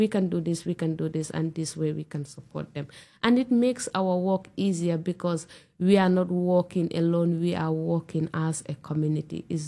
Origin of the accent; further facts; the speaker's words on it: Gambia; moved away; I'm from the Gambia.